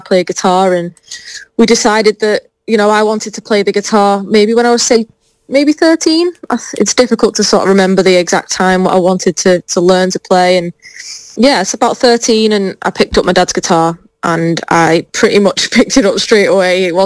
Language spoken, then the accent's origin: English; Widnes, North West England, United Kingdom; also born or lived in Whiston; Yeah, okay, so I was born and raised in Widnes. Well, I was born in Whiston, which is a place just down the road, but that's where everyone from my town was born, basically.